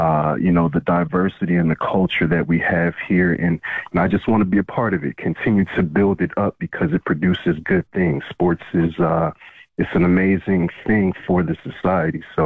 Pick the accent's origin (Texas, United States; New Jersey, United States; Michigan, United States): New Jersey, United States; also born or lived in Georgia; You know, I grew up in Jersey. I spent my first couple of years of high school in Georgia.